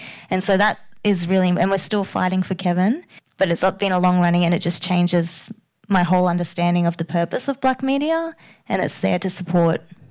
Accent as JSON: {"language": "English", "town": "Rockhampton", "region": "Queensland", "country": "Australia", "tie": "born or raised there", "said": "which is 2 hours from my hometown of Rockhampton."}